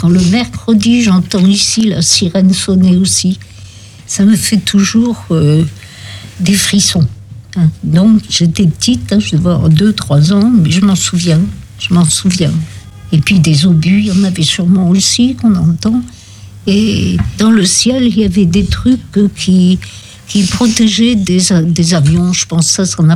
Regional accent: Brest, Brittany, France; also born or lived in Maine-et-Loire; Quand j'étais enfant, j'habitais à Saint-Martin, là, au coin de la rue Turenne et de la rue Massillon.

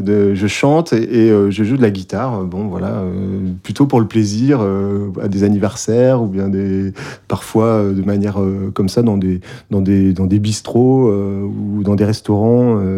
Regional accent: Lesneven, Brittany, France; moved away as an adult; now in Brest, France; je suis un Brestois. Un Brestois d'adoption, parce que je viens de Lesnevin, tout à côté, et j'ai fait mes études à Brest. Voilà, je suis arrivé à Brest en 1992, et j'ai fait mes études à l'université de Brest.

